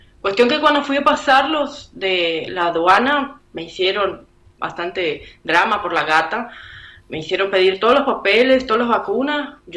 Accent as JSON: {"language": "Spanish", "town": "Fracrán", "region": "Misiones", "country": "Argentina", "also_born_or_lived": "San Vicente", "lives_now": "Brazil", "said": "yo me vine a Brasil hace un par de meses atrás por la situación económica que estaba pasando, porque yo soy de Fracran, pero vivía en San Vicente."}